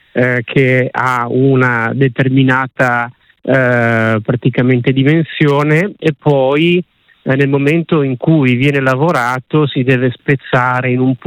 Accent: Genoa, Liguria, Italy; noi in Liguria ne facciamo grande uso, ovviamente da genovesi

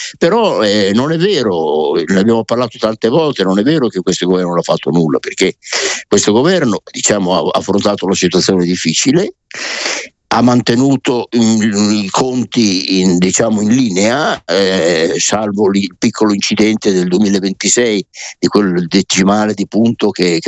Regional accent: Emilia-Romagna, Italy; Io ovviamente sono emiliano romagnolo e quindi vado sempre vicino a casa.

